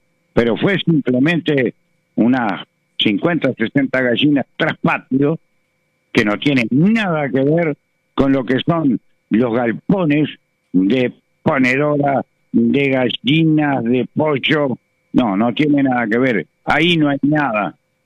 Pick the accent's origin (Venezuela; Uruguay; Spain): Uruguay